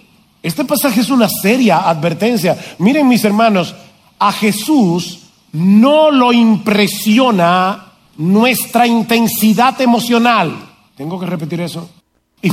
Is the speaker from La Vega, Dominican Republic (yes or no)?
no; San Juan de la Maguana, San Juan, Dominican Republic; born there; Yo nací en San Juan de la Maguana.